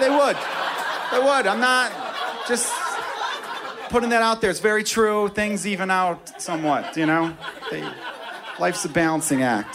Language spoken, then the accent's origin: English; Ireland; I'm Irish, people think we're charming, but I'm pasty as fuck, it sucks, right?